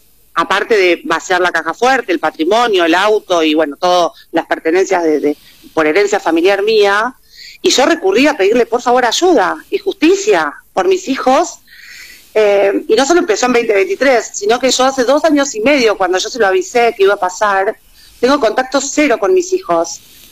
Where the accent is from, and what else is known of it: Argentina